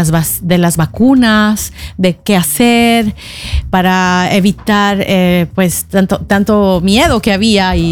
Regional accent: Mexico City, Mexico; Sí, soy de la Ciudad de México y con MIR estoy desde el 2018.

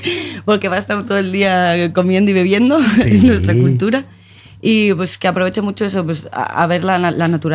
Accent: Bilbao, Basque Country, Spain; now in Norway

